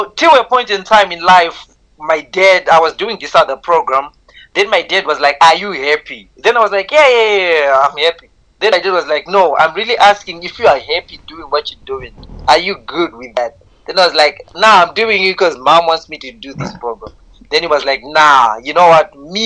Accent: Harare, Zimbabwe; also born or lived in Norton; I was born and bred in Zimbabwe, basically born in Norton, a small suburb just away from Harare called Norton. That's where I was born.

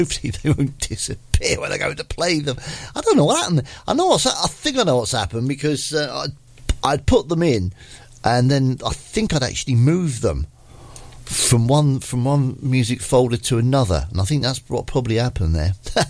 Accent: Eastleigh, South East England, United Kingdom; They're from my hometown of Eastleigh.

